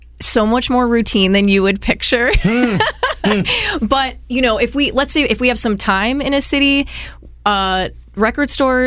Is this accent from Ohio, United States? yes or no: yes; Green, Ohio, United States; I went to Green High School.